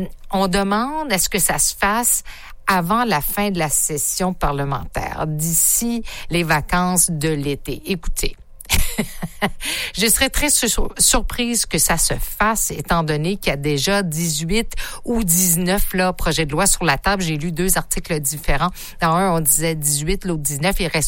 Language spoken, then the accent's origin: French; Quebec, Canada; chez nous au Québec